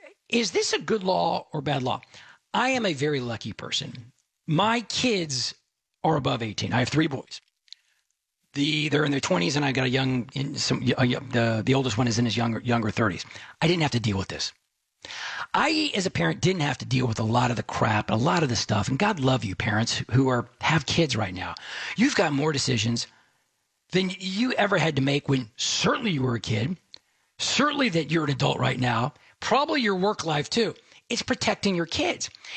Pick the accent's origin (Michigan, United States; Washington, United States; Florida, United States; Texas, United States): Texas, United States; Dallas; And I remember, again, growing up in Dallas, and Houston didn't have 7-Elevens, maybe at least not back in the day.